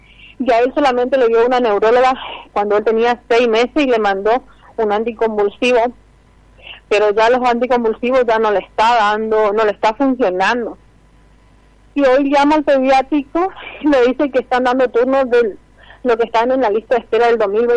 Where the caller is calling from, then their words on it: Colonia Elisa, Chaco, Argentina; Soy de Colonia Elisa.